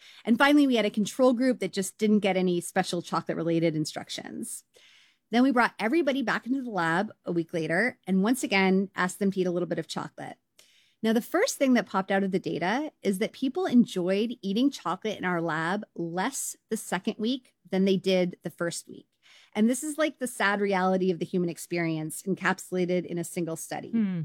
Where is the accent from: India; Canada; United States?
Canada